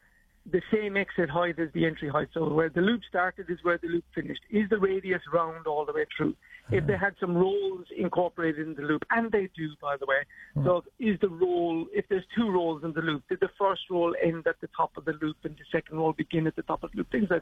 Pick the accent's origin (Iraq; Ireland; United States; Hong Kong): Ireland; For me, my story is I grew up in Ireland, in case you haven't picked it. I grew up in Ireland